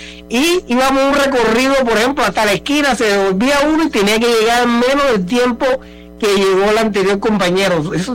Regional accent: Cartagena, Bolívar, Colombia; pasa que yo me crié en Paseo de Bolívar, en la ciudad de Cartagena

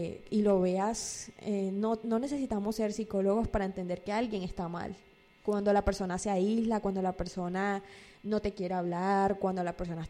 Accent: San Pedro de Urabá, Antioquia, Colombia; accent: costeña; yo soy orgullosamente sanpedreña, pero es que San Pedro es Antioquia. Y yo, sí, somos antioqueños, pero tenemos un poquito de costa, estamos multiculturalizados, entonces es un honor para mí tener esas raíces

